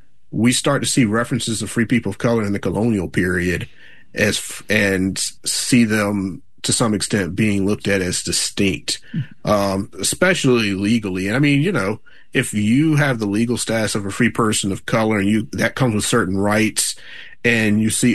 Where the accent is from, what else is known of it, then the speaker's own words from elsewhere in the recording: Virginia, United States; I grew up in Virginia as well.